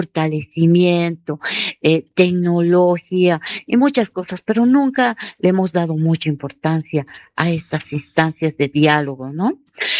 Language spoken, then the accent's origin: Spanish; Charazani, La Paz, Bolivia; born there; en mi pueblo, en mi comunidad, en todo lo que es el municipio de Charazani